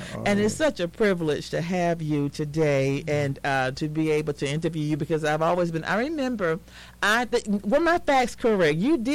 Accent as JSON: {"language": "English", "town": "Decatur", "region": "Mississippi", "country": "United States", "tie": "born or raised there", "said": "I'm from central Mississippi. Decatur, Mississippi is my hometown."}